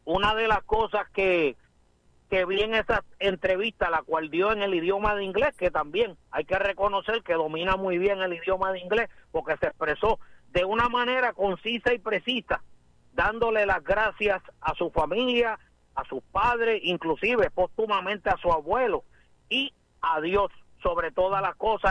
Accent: Puerto Rico; somos boricuas, para que ustedes lo sepan.

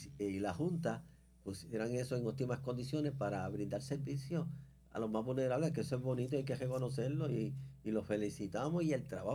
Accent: Toa Alta, Puerto Rico; pues yo soy de Toalta y yo soy una persona con impedimento en silla de ruedas también.

